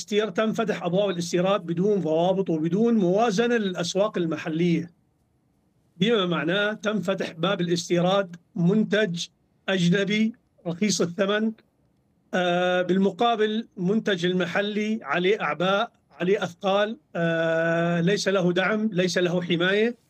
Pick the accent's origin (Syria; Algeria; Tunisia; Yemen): Syria; إحنا لغاية الآن عندنا في سوريا ما قبلنا ندخل البروتين الحيواني لما عرفنا منشأه